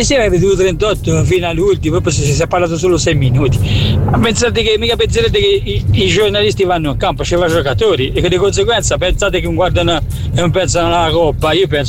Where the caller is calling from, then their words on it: Cortona, Tuscany, Italy; da Cortona.